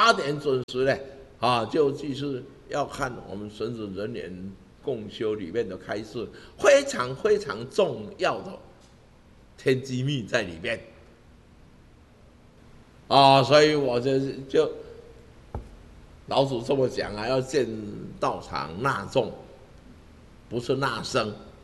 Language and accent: Chinese; Taiwan; 那时候我们台湾人口在节育嘛，